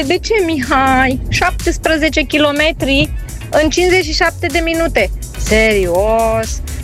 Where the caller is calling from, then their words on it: Bucharest, Romania; trebuie să mă întorc acasă în prelungirea Ghencea.